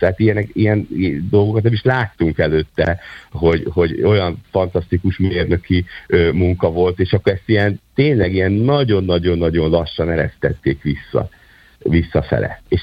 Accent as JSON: {"language": "Hungarian", "town": "Esztergom", "region": "Komárom-Esztergom", "country": "Hungary", "tie": "born or raised there"}